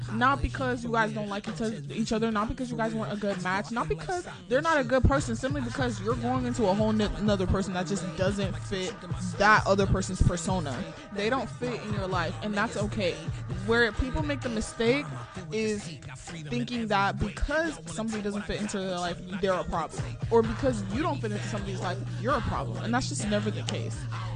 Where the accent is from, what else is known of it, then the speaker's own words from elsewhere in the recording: South Africa; now in United States; guys. I'm a sophomore. I moved here from South Africa. I've been in the U.S. for 3 years